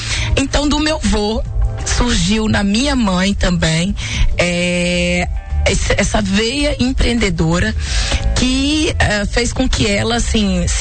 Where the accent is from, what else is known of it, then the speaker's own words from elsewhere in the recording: Timóteo, Minas Gerais, Brazil; Sou de Timóteo, natural de Timóteo.